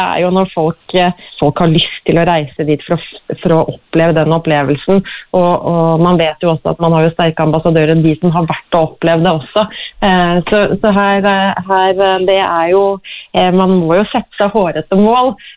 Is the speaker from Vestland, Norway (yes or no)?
no; Kragerø, Telemark, Norway; Så jeg kommer jo fra Kragerø som sommerby, men det da ingenting som slår sommer I Tinn heller. Så Tinn vil jeg kalle hjem.